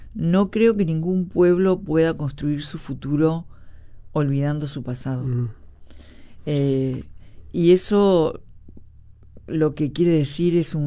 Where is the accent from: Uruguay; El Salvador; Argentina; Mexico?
Uruguay